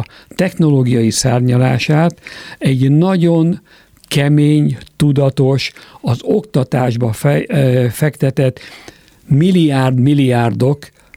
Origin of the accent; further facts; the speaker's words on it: Hungary; Mi magyarok vagyunk